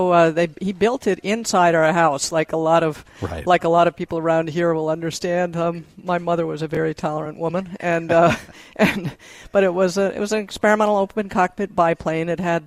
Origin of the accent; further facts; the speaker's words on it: New Hampshire, United States; I grew up in New Hampshire